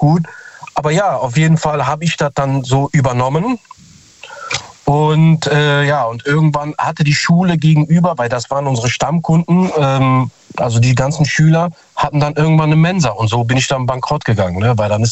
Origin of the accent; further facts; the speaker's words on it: Cologne, North Rhine-Westphalia, Germany; aber ich bin ja aus Köln, Nordrhein-Westfalen und so.